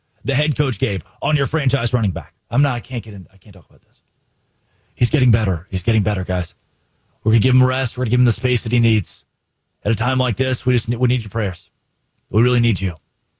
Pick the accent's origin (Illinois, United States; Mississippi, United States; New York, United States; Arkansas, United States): Arkansas, United States; California, where I grew up in Valonia, Arkansas.